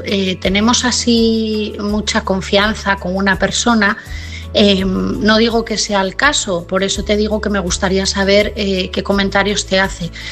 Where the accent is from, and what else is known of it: Asturias, Spain